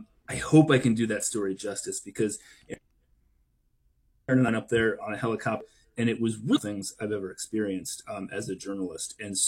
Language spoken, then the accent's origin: English; Arizona, United States; I'm from Arizona. I had never been on a glacier before.